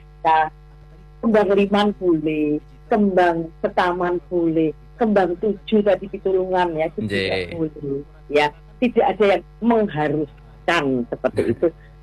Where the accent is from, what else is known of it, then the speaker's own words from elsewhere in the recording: Java, Indonesia; Bureh kalau kita orang Jawa itu kan di burehkan ya, ditaruh di badan